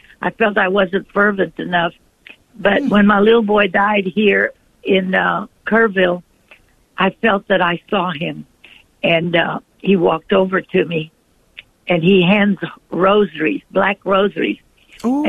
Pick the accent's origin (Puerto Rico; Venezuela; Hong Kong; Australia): Venezuela; English is a second language; now in United States; I went to school, I'm from Venezuela, in Monte Cassino in Oklahoma